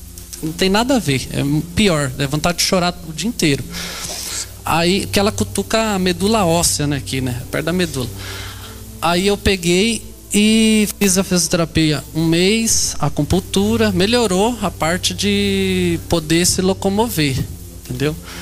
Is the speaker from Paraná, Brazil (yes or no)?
yes; Apucarana, Paraná, Brazil; encontrei uma senhora, que eu sou de lá de Apucaranda, e ela de lá.